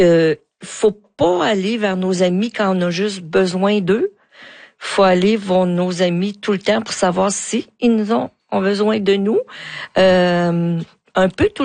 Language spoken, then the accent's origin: French; Rouyn-Noranda, Quebec, Canada; Puis le privilège que j'ai, c'est que je suis née à Rouyn-Noranda.